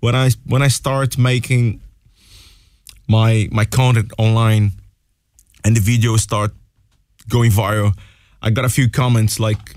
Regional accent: Brazil; now in Ireland; I'm from Brazil as a Brazilian man.

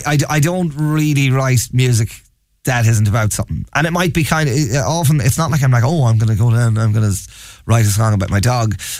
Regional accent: Trim, Leinster, Ireland; my hometown in Trim

